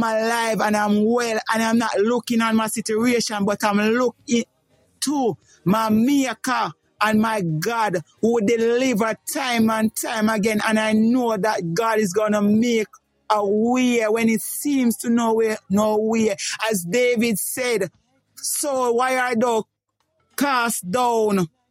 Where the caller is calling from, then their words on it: Clarendon, Jamaica; I'm calling from the beautiful parish of Clarendon.